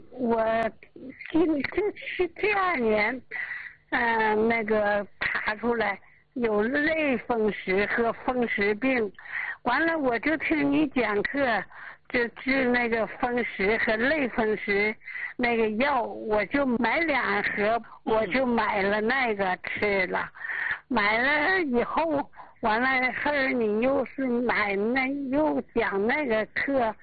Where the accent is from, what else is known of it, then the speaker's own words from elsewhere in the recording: Liaoning, China; moved away as an adult; now in Changchun, China; 我老家是辽宁的